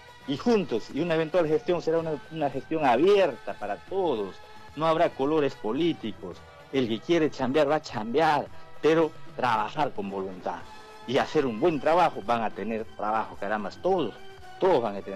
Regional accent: Alexander von Humboldt, Ucayali, Peru; mis vecinos de von Humboldt y de nuestra región de Ucayali.

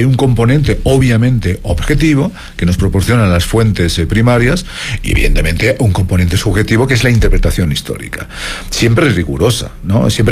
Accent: Spain; como ciudadano español o del mundo

